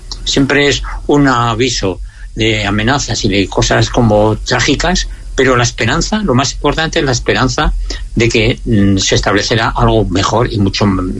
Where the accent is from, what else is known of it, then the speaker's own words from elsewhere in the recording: Aragon, Spain; now in Zaragoza, Spain; Sí, al final he vuelto a mi tierra. Después de recorrer media España, al final he vuelto a mi tierra.